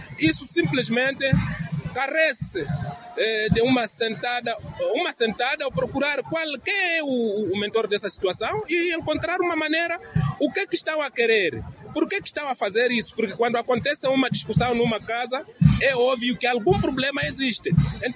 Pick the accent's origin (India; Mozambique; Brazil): Mozambique; Eu, como moçambicano, realmente é um dia que reconhecemos aquilo que aconteceu a partir das assinaturas dos acordos em Lusaka